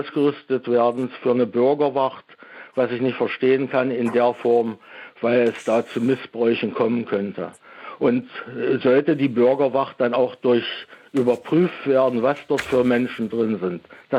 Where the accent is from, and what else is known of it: Saxony-Anhalt, Germany; now in Dresden, Germany